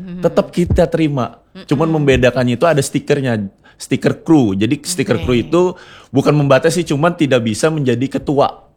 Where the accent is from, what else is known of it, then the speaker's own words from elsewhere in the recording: Palangka Raya, Central Kalimantan, Indonesia; born there; saya memang kelahiran Palangkaraya kan.